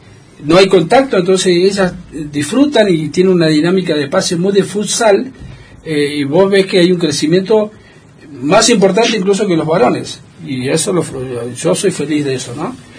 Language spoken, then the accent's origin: Spanish; Esquel, Chubut, Argentina; moved away as an adult; also born or lived in Córdoba; lo digo como nacido y criado en Esquel